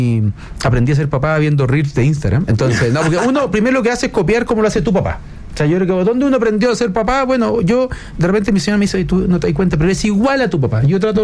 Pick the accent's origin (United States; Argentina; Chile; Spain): Chile; San Bernardo, Santiago Metropolitan Region; yo soy de San Bernardo